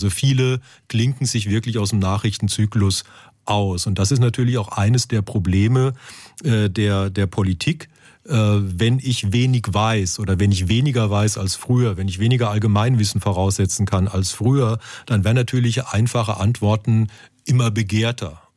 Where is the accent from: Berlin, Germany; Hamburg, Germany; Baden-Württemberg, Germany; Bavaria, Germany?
Baden-Württemberg, Germany; Wiesloch; moved away; Weil ich bin ja in Wiesloch aufgewachsen.